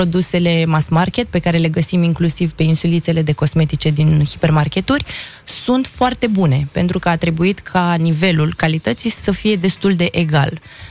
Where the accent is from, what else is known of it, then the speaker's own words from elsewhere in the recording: Romania; also born or lived in Jerusalem; Tatăl meu este arab și mama mea este româncă, sunt născută în Ierusalim, dar sunt crescută aici.